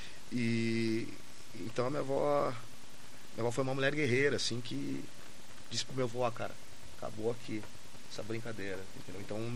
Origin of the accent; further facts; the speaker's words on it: Pelotas, Rio Grande do Sul, Brazil; Do lugar de onde eu venho, assim, e eu sou cria da Perré ali, né?